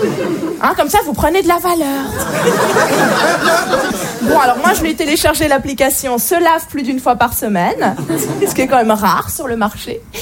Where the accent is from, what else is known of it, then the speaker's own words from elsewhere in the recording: Switzerland; Alors oui, je viens de Suisse, mais je peux vous le dire ce soir.